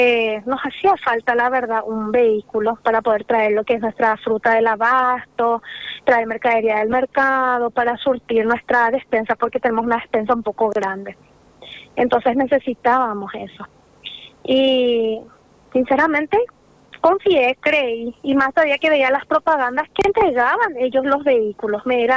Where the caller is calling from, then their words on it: Asunción, Paraguay; porque nosotros somos de Sajonia, la zona del Bañado Tacumbu.